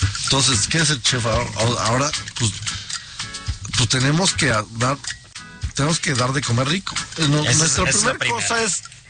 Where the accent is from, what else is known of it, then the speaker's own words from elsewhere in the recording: Mexico; los cocineros mexicanos